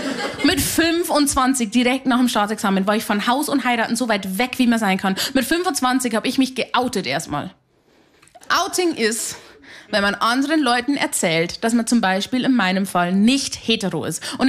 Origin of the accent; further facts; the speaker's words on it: Haunersdorf, Bavaria, Germany; Ich bin aus einem sehr, sehr kleinen Ort in Niederbayern. Ich bin aus Haunersdorf bei Simbach, bei Landau an der Isar.